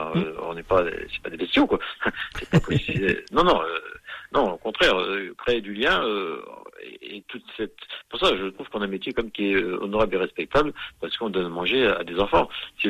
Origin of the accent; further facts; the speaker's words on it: Saint-Amand-les-Eaux, Hauts-de-France, France; born there; moved away; je suis né à Saint-Amand-les-Eaux